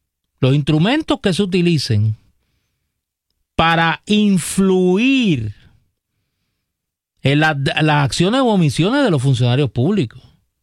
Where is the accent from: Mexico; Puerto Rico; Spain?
Puerto Rico; Caguas; como yo soy de Cagua